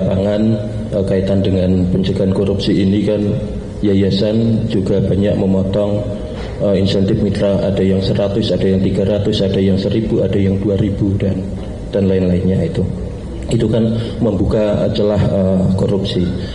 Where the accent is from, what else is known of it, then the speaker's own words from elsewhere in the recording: Semarang, Central Java, Indonesia; saya datang dari Semarang ke sini